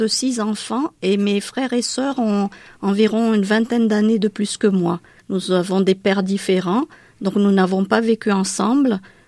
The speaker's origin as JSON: {"language": "French", "country": "Madagascar", "tie": "born or raised there", "first_language": "Malagasy", "second_language": "French", "said": "Oui, c'est mon pays natal. Hein. J'y suis très attachée et je parle la langue malgache parce que c'est ma langue maternelle. Hein. J'ai appris le français à l'école et vraiment, je vivais avec tous les malgaches."}